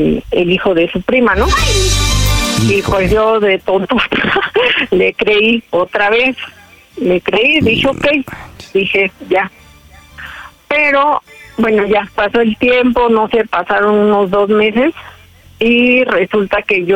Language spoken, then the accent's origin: Spanish; Pachuca, Hidalgo, Mexico; Tengo 30 años y soy de Pachuca, Hidalgo.